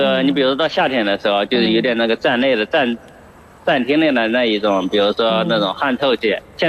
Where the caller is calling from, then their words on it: Nanjing, Jiangsu, China; 我们是秦淮区丹山花园小区的业主。